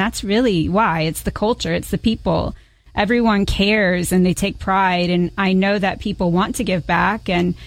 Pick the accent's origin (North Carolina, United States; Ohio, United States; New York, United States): North Carolina, United States; Asheville; also born or lived in Fort Lauderdale; now in Knoxville, United States; I grew up in Asheville, North Carolina, so I'm not too far.